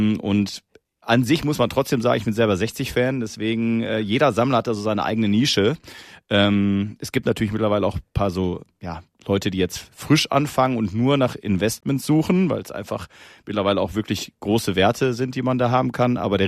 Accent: North Rhine-Westphalia, Germany; also ich komme aus der Nähe von Duisburg

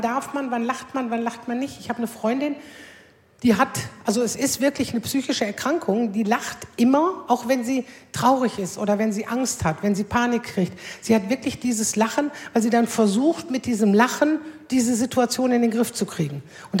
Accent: Aldekerk, North Rhine-Westphalia, Germany; ich komme aus Aldekerk

